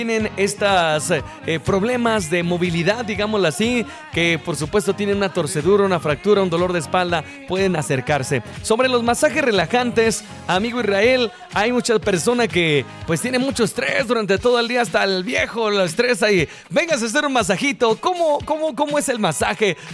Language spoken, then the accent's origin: Spanish; Senguio, Michoacán, Mexico; Soy de Senguio.